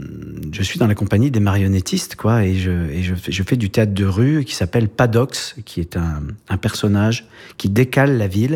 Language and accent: French; Grand Est, France; also born or lived in Saint-Dizier; j'ai grandi, je suis né en Champagne, à Saint-Dizier, mais c'est l'endroit, le seul endroit en Champagne où on fait pas de champagne. Et ensuite, j'ai grandi dans les Vosges, mais c'est la plaine des Vosges, il n'y a pas la montagne.